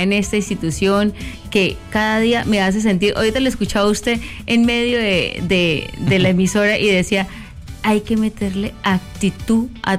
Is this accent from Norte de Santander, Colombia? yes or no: yes; Cúcuta, Norte de Santander, Colombia; ser unos buenos ciudadanos como somos todos los cucuteños y norte santandereanos.